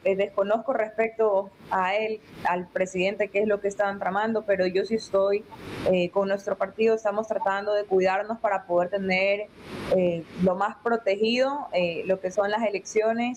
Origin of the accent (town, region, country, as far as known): Ecuador